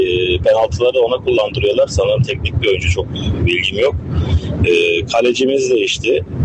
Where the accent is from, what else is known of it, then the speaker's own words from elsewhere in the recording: İzmir, Turkey; doğma büyüme İzmirli olduğum için önce Göztepe diyorum.